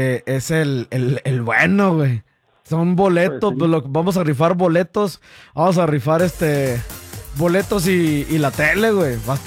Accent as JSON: {"language": "Spanish", "region": "Guanajuato", "country": "Mexico", "said": "allá de mi tierra de Guanajuato"}